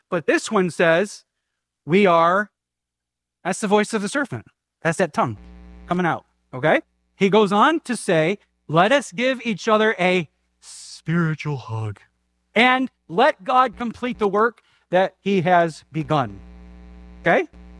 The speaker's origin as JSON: {"language": "English", "town": "Cleveland", "region": "Ohio", "country": "United States", "said": "I proudly say I am from Cleveland."}